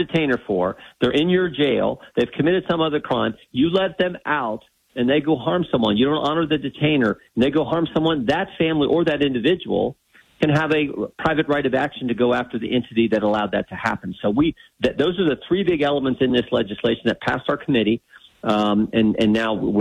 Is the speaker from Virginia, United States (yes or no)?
no; Ohio, United States; I'm from Ohio. I just went off to the UW for 4 years of college.